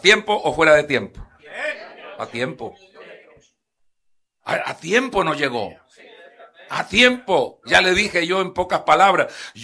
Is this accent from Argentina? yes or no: no; Honduras; porque yo soy catracho